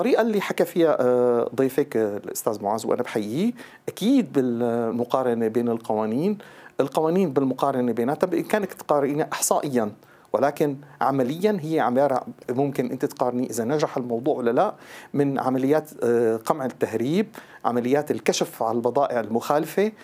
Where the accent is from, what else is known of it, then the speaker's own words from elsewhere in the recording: Syria; نحن عندنا بسوريا